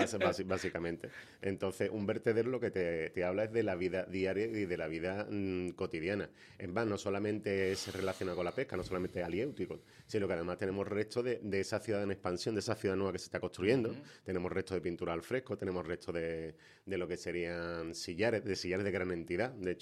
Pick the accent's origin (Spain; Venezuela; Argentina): Spain; Cádiz, Andalusia; que es el garum de los federados, de los federates, que somos los gaditanos